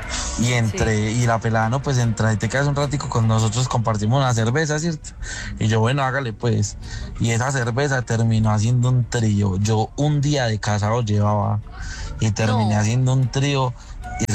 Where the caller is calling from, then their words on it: Bogotá, Bogotá D.C., Colombia; la ciudad de Bogotá.